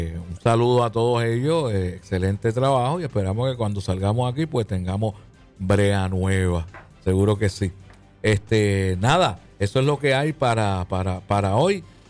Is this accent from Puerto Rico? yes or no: yes; Puerto Rico; con todo el amor que le tenemos y vamos y somos boricuas